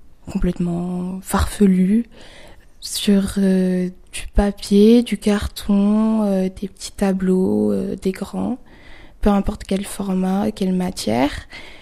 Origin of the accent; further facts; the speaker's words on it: Montpellier, Occitanie, France; je suis née à Montpellier et j'ai vécu toute ma vie à Montpellier.